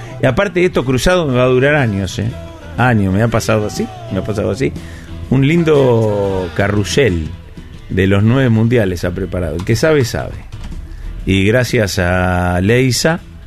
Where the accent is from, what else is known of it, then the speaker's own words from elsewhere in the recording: Rosario, Santa Fe, Argentina; Yo en el documento dice que soy rosarino, nací acá.